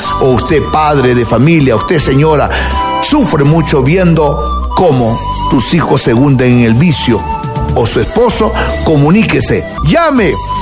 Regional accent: Huancabamba, Piura, Peru; Tengo artes místicas de mi tierra, Huancabamba.

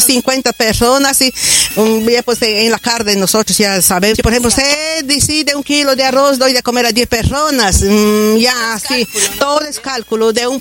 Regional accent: Cuñumbuque, San Martín, Peru; A nivel de mi pueblo, mi Cuñumbuque, dependemos de Lamas.

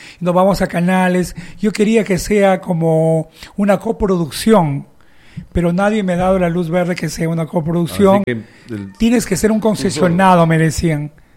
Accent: Tarapoto, San Martín, Peru; born there; moved away; also born or lived in Lima; Me jaló mi tierra, me jaló mi familia y volví.

